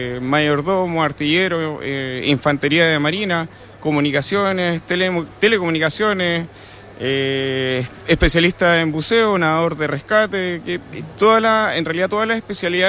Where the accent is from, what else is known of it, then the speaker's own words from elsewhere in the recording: Iquique, Tarapacá, Chile; moved away as an adult; Yo de hecho soy de acá, soy de Iquique.